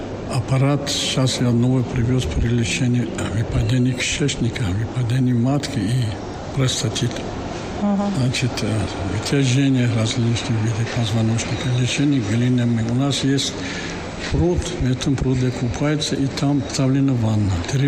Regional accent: Tajikistan; таджик с Таджикистана

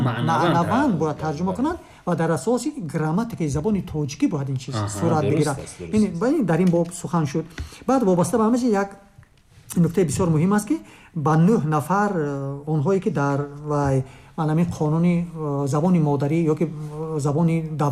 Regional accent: Tajikistan; ما تاجیکیم، تاجیکیم به این معنا که ملت خاصیم، زبان خاص داریم، نام و نسب خاص داریم

